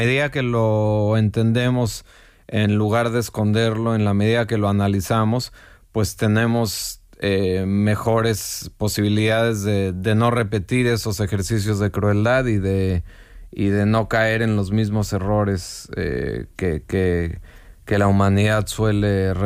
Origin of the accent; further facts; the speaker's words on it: Mexico; en este caso somos los mexicanos, porque también llevamos la inversión desde nuestro país, los que le damos el trabajo a los americanos